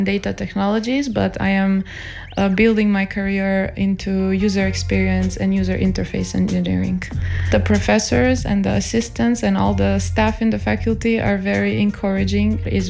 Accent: Ohrid, North Macedonia; moved away as an adult; now in Maribor, Slovenia; I come from Macedonia, from the city of Ohrid, which is the most beautiful city in Macedonia, and anyone who tells you different is lying.

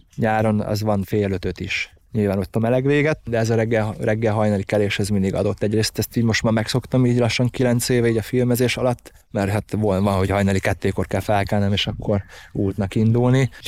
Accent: Hungary; ott egyedüli magyarként voltam jelen

